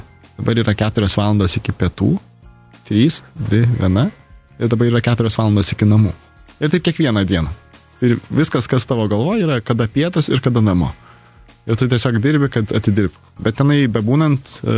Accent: Šilutė, Klaipėda County, Lithuania; moved away as an adult; aš esu iš Šilutės, tai gyvenau visą laiką Šilutį

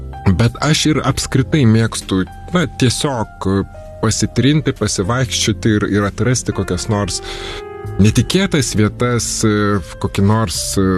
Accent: Vilnius, Vilnius County, Lithuania; aš tiesiog gimiau kažkada Žirmūnuose, paskui ilgą laiką gyvenau Antakalnį, bet aš nesu toks grynas miestietis, nes visą laiką gyvenau tarsi miesto pakrašty ir vasaras praleisdavau tolokai už Vilniaus

